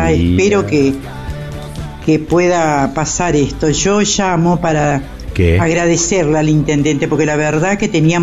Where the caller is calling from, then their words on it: Rosario, Santa Fe, Argentina; Yo vivo en Nuevo Alberdi, zona norte.